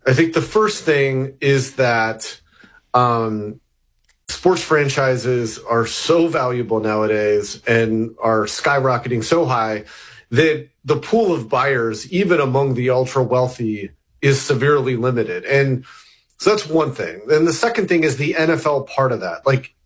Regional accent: Alaska, United States; growing up in Alaska

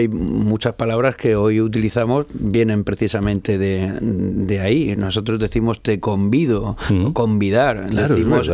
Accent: Region of Murcia, Spain; que yo vivo en el centro

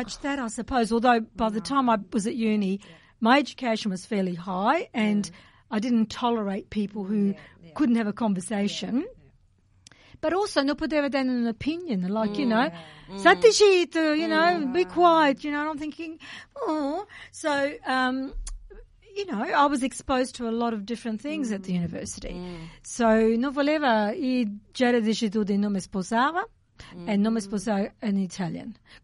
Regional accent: Australia; non mi piaceva essere italiana at all, ok? Però come Angela, io era naturalized Australian, so in my head sono australiana, non sono italiana, what am I really, you know?

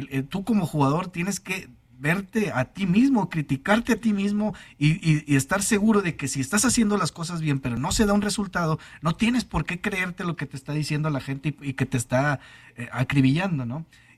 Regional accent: Monterrey, Nuevo León, Mexico; Somos regiomontanos

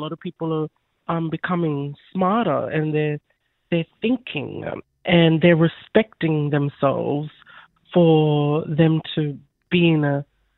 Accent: Mimili, South Australia, Australia; And I'm from Mimli community. Arnungu Kidindara Yankundara lands in Central Australia.

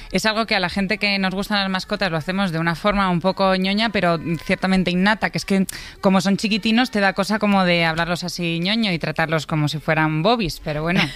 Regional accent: Spain; Bueno, los españoles somos muy españoles y muy de tener mascotas

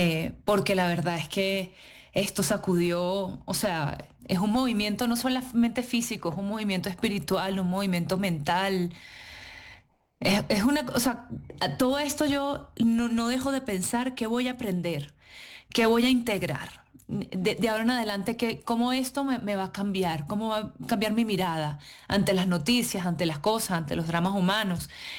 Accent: Venezuela; los venezolanos no solíamos salir de Venezuela

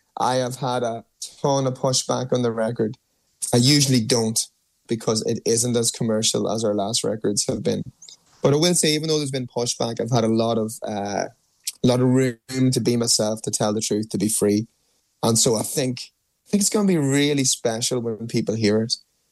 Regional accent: Ireland; moved away; I'm moving home to Ireland as part of that.

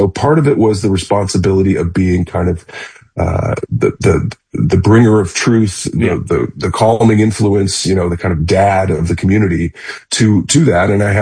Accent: St. Louis, Missouri, United States; Again, like I said, I grew up in St. Louis in the 70s. We had KMOX radio for the news.

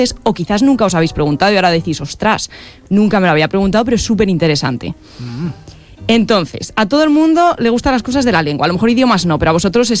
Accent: Guadalajara, Castilla-La Mancha, Spain; born there; Nací en Guadalajara.

